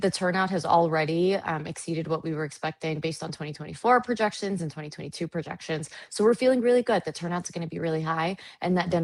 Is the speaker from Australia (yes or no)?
no; Ethiopia; now in Colorado, United States; So we immigrated from Ethiopia in 1998. My dad was selected on the diversity visa lottery program.